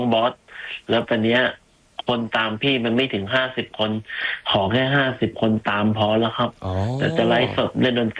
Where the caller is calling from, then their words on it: Phitsanulok, Thailand; พิษณุโลกครับ